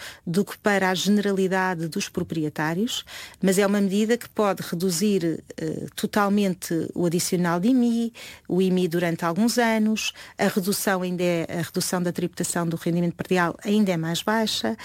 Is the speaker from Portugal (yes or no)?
yes; Portugal; enquanto portugueses